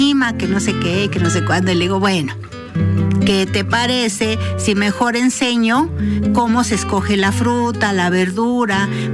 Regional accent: Mexico; porque somos mexicanos y aparte nuestra gastronomía es reconocida en todo el mundo.

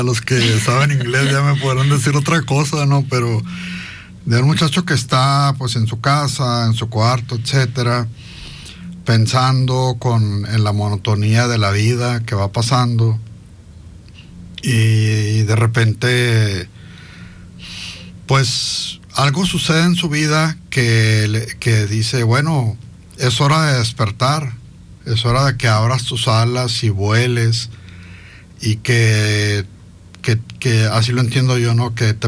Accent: Hermosillo, Sonora, Mexico; born there; Bueno, yo nací en la Leonardo Colosio Juárez, en la que era la Clínica del Noroeste.

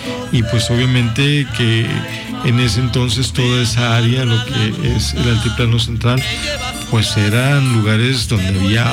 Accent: Mexico; para nuestro país, para nosotros como mexicanos

